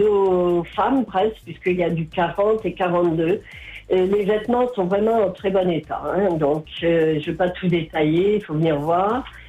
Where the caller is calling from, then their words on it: Nouméa, South Province, New Caledonia; je suis sur Nouméa.